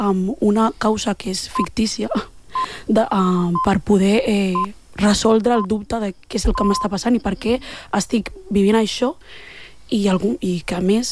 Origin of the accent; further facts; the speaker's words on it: L'Hospitalet de Llobregat, Catalonia, Spain; com a dones negres d'Hospitalet, que no, que som de Hospi